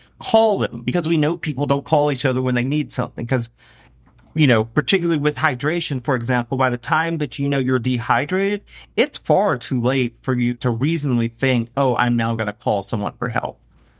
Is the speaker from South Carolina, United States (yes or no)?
yes; South Carolina, United States